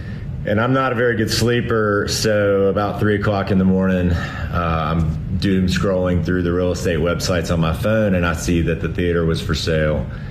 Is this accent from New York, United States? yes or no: no; Manteo, North Carolina, United States; now in Asheville, United States; I grew up in a small town in eastern North Carolina, similar in size to Burnsville. I grew up in Manio, North Carolina on the coast.